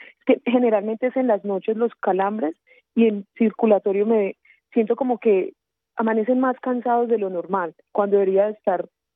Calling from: Ibagué, Tolima, Colombia; Estoy llamando por acá de Ibagué.

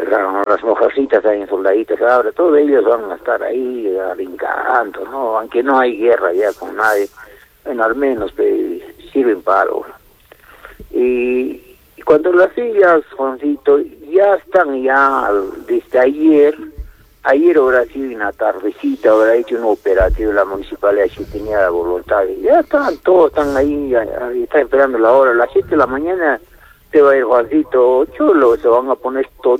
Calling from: Peru; nosotros, pues, peruanos netos, a eso somos los verdaderos peruanos

